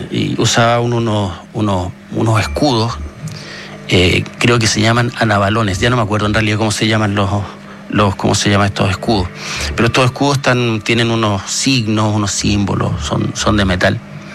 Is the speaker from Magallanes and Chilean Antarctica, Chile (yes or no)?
yes; Magallanes and Chilean Antarctica, Chile; now in Santiago, Chile; yo soy de Magallanes